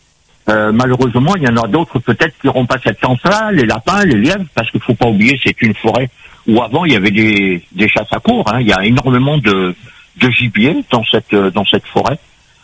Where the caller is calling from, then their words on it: Paris, Île-de-France, France; Je vous appelle de Paris.